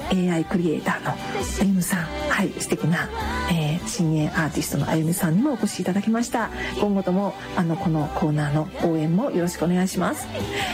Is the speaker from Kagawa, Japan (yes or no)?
yes; Takamatsu, Kagawa, Japan; 私も香川県高松市出身なので